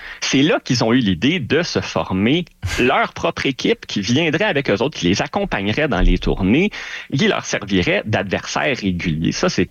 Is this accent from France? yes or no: no; Quebec, Canada; Nous, chez nous au Québec, on n'a pas de Savannah Bananas, on n'a pas de Harlem Globetrotters, mais il y a une chose qu'on